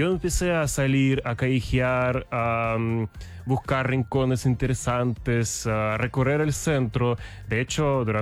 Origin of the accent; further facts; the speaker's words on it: Rybinsk, Yaroslavl Oblast, Russia; Spanish is a second language; moved away as an adult; also born or lived in Saint Petersburg, Russia; now in Chile; yo nací en una ciudad bien chica, se llama Rybinsk. Prácticamente nadie la ubica, por supuesto, pero claro, siempre digo que soy de San Petersburgo porque ahí viví muchos años. Ahí estudié en la universidad